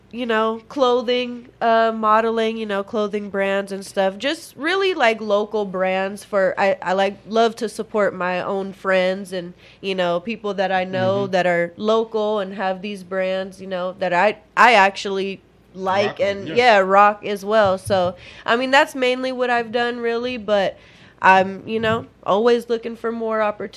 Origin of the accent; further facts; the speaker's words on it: Ontario, California, United States; I'm from Ontario, so I mean, you know. Shout out Creekview. Shout out Gracie Oakley. Shout out Colony.